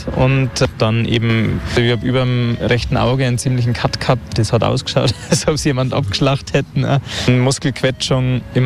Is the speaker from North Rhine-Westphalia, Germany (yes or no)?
no; Bad Tölz, Bavaria, Germany; Ist natürlich auch bei uns in Bad Tölz historisch wahrscheinlich auch bedingt.